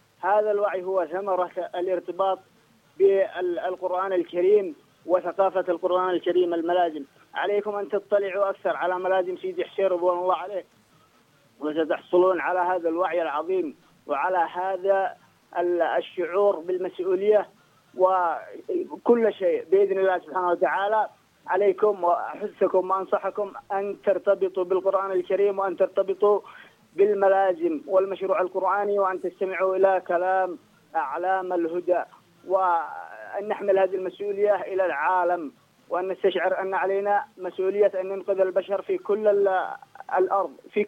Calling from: Ibb, Yemen; أنا من أبناء محافظة إبن.

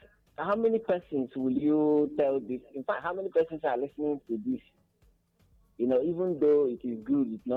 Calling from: Abakaliki, Ebonyi, Nigeria; from Abakaliki.

